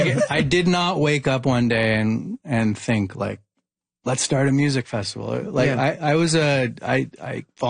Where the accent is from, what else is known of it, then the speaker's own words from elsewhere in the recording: Toronto, Ontario, Canada; moved away as an adult; also born or lived in Montreal; I grew up in Toronto and moved to Montreal from McGill